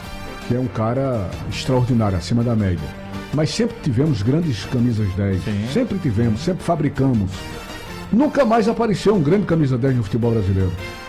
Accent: Pernambuco, Brazil; sou do bairro do Cordeiro.

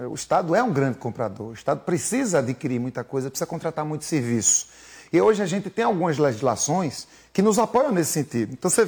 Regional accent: Recife, Pernambuco, Brazil

